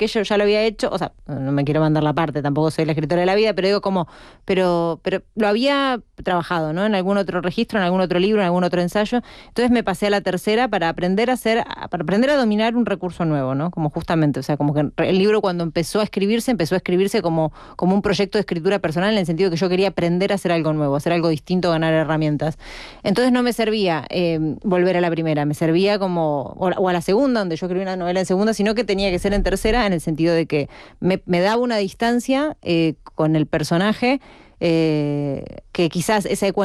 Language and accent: Spanish; Madrid, Community of Madrid, Spain; hay muchos Madrid en Madrid, somos tan madrileñas como el resto de las madrileñas, y en Madrid también se habla como hablamos nosotras